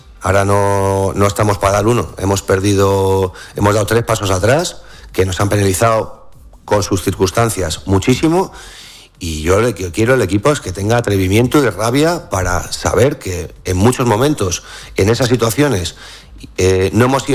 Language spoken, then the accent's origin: Spanish; Catalonia, Spain; yo chapurreo francés porque sabéis que soy catalán y catalán sí hablo